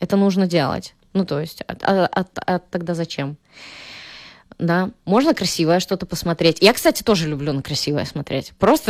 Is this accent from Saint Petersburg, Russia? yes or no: yes; Saint Petersburg, Russia; Я из Петербурга, у нас там тоже вообще-то белые ночи